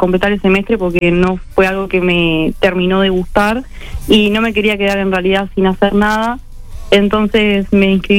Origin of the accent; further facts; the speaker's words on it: Montevideo, Uruguay; Yo soy de Paso de la Arena.